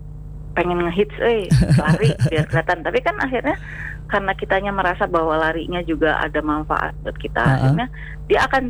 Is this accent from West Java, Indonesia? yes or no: yes; Bandung, West Java, Indonesia; Iya, kalau aku sih lahir besar di Bandung.